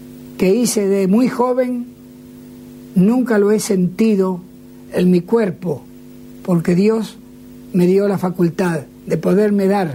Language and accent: Spanish; Buenos Aires, Argentina; a los 9 años, en la esquina de mi casa por Flores